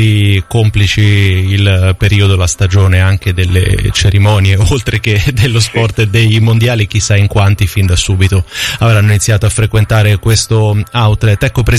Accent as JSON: {"language": "Italian", "region": "Marche", "country": "Italy", "said": "sono anch'io marchigiano come lei"}